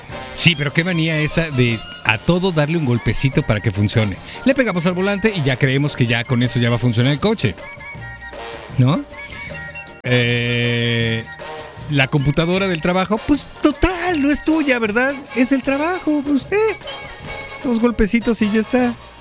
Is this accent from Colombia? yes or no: no; Mexico; ojo, somos mexicanos, sabemos cómo es el business